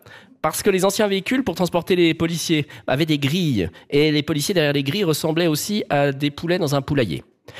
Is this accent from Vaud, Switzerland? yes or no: no; Geneva, Switzerland; j'ai grandi à Genève